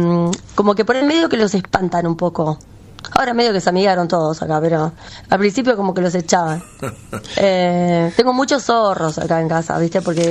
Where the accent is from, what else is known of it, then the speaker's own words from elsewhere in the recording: Merlo, Buenos Aires Province, Argentina; Yo de Merlo.